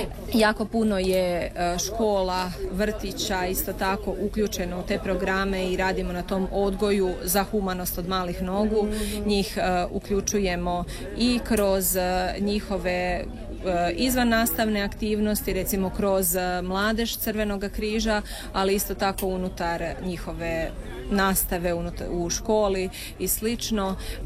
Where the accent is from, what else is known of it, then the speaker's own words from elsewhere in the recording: Slavonia, Croatia; Iz Slavonije sam, moja obitelj je prošla rat, izbjeglištvo i nekako me uvijek vukla ta priča i ta tema.